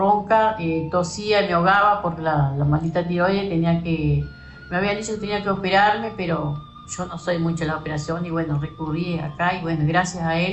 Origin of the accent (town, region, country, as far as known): Villa Constitución, Salto, Uruguay